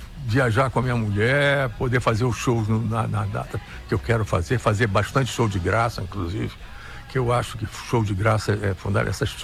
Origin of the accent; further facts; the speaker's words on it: Rio de Janeiro, Brazil; eu sou nascido e criado na Muda da Tijuca.